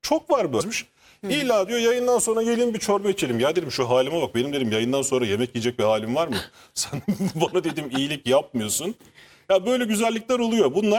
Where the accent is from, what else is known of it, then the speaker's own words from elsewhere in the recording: Ankara, Turkey; Ben bir gecekondu çocuğuyum. Ankara'da bir gecekonduda doğdum. Gecekonduda büyüdük.